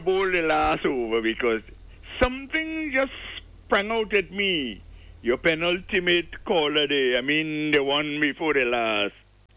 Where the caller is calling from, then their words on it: Grenada